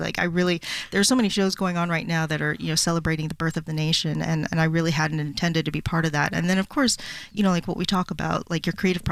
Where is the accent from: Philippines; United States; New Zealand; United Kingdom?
Philippines; I'm Filipina